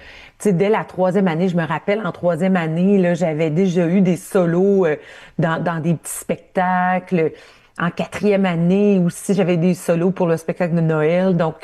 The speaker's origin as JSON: {"language": "French", "region": "Ontario", "country": "Canada"}